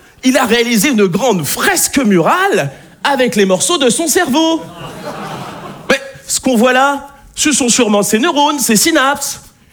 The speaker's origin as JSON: {"language": "French", "region": "Nouvelle-Aquitaine", "country": "France", "said": "Je suis de Charente, je suis pas de Picardie non plus, voilà."}